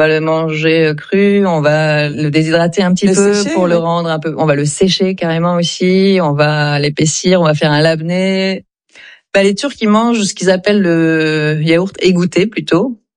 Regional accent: France; also born or lived in Istanbul, Turkey; Moi, j'ai grandi en France, de mes 6 ans à mes 15 ans. Ensuite, j'étais à Istanbul. Après, je suis revenue à Paris.

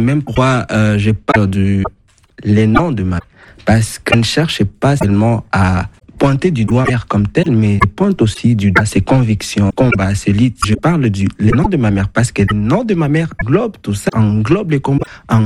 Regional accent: Bukavu, South Kivu, DR Congo; Je suis né à Bukavu et j'ai grandi à Bukavu.

